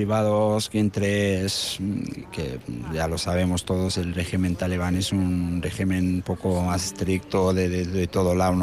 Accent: Afghanistan; Spanish is a second language; moved away as an adult; now in Zarautz, Spain

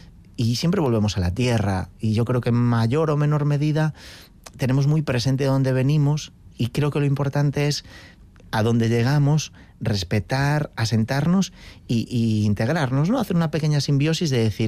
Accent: Galicia, Spain; now in Basque Country, Spain; no dejaré nunca de ser gallego. A día de hoy soy gallego y vasco.

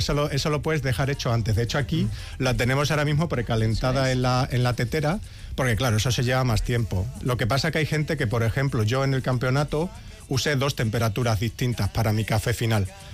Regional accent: Extremadura, Spain; moved away; Ah, de Extremadura.

